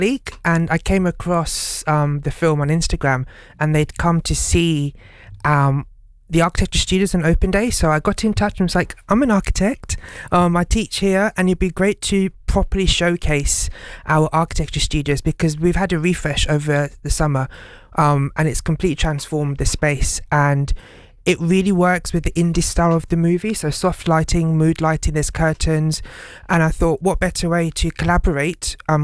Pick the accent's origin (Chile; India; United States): India; And especially as an Indian myself and from a cultural background